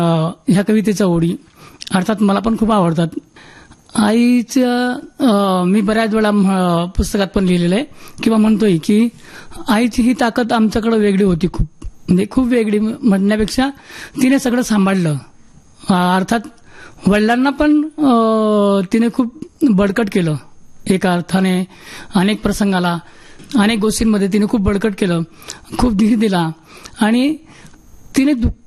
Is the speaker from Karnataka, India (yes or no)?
no; Lasur, Maharashtra, India; त्या सातपुड्याने कवेत घेतलंय का आमच्या गावाला प्रेमाने. तर असं आमचं गाव. आणि त्या गावाच्या वेशीला आम्ही राहायचो, म्हणजे पहाडाच्या जवळच सातपुड्याच्या पायथ्याजवळच आमचं सगळ्या झोपड्या होत्या.